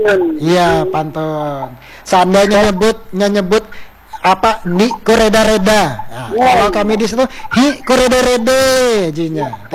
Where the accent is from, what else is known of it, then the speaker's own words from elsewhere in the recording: East Kalimantan, Indonesia; Jadi kita ini bahasa tercampur gitu nah busu.